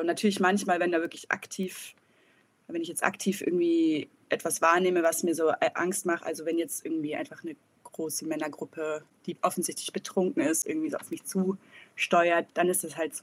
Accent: Nuremberg, Bavaria, Germany; dass ich über Weihnachten in meiner Heimatstadt war, also in Nürnberg

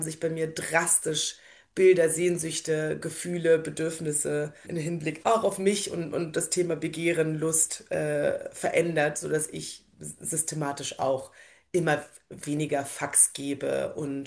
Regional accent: Berlin, Germany; moved away as an adult; now in Leipzig, Germany; ich komme aus Berlin. Brandenburg ist um uns herum.

